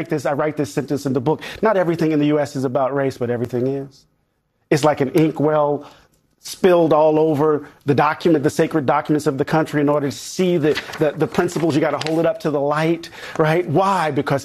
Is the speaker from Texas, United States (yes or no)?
no; Mississippi, United States; I grew up in Mississippi.